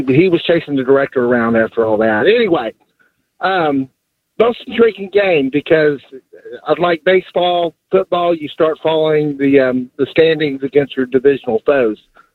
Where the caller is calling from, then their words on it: Houston, Texas, United States; also born or lived in South Carolina; You're listening to … in Houston, Texas, who's an amateur film historian.